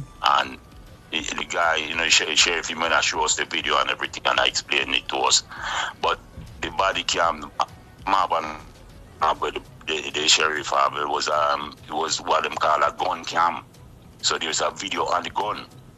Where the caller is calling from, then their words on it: London, United Kingdom; Yeah, good morning, sir. I'm calling you from London, you know. First time calling, you know.